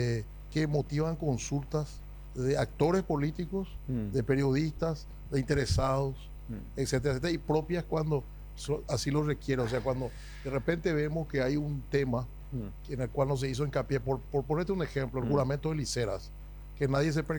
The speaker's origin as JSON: {"language": "Spanish", "country": "Paraguay", "said": "como abogado constitucionalista, como paraguayo, como ex constituyente, como ex senador"}